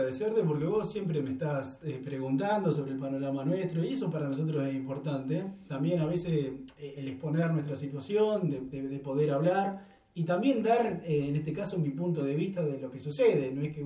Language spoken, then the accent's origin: Spanish; Argentina